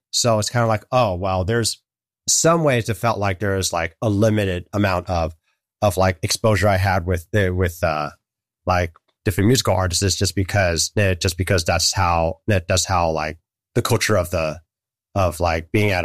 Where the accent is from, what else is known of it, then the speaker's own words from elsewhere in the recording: Fremont, California, United States; I grew up in Fremont, California, which if people may or may not know, that's pretty much in the heart of the Bay Area